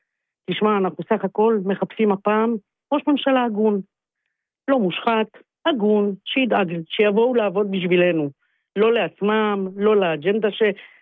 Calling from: Central District, Israel

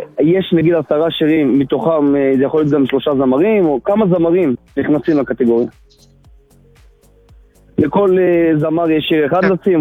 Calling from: Netivot, Southern District, Israel

